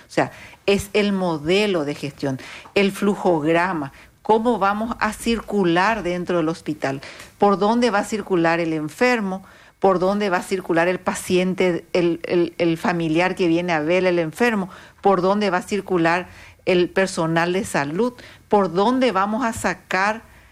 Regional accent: Encarnación, Itapúa, Paraguay; Todos saben que yo soy de Encarnación.

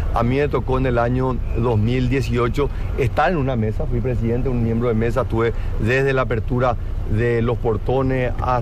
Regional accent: Paraguay

